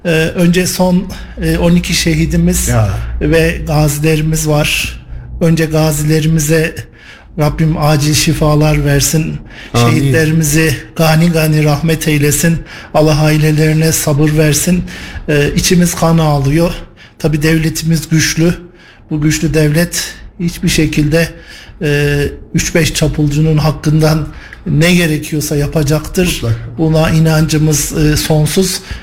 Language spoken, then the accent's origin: Turkish; Kayseri, Turkey; Ben Kayseriliyim.